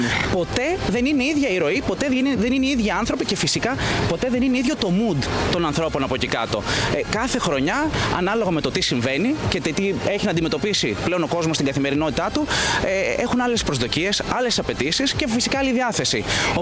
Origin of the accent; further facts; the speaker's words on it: Mandra, Eastern Macedonia and Thrace, Greece; Κατάγομαι από ένα χωριό της Ξάνθης στη Μάνδρα. Είναι ένα μικρό μικρασιατικό χωριό στον κάμπο κοντά στη θάλασσα. Θρακιώτης συνεχίζω να είμαι από επιλογή, φανατικά.